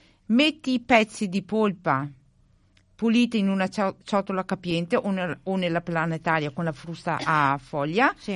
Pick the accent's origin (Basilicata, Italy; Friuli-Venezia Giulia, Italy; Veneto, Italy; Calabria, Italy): Veneto, Italy; essendo veneta